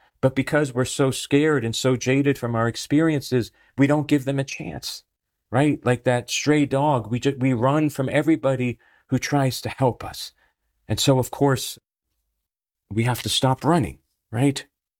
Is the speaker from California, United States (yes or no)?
no; Pennsylvania, United States; I remember when I was in seminary, I was driving back from Boston to go home to Eastern Pennsylvania.